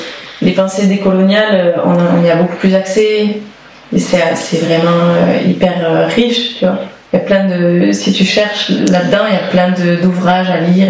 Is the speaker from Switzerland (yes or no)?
no; France; je suis française. Tu vois, je suis blanche